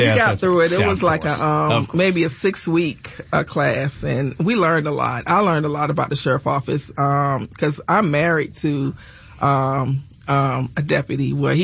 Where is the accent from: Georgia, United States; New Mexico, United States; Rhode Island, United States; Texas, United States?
Georgia, United States; Savannah; I'm from Savannah, Georgia.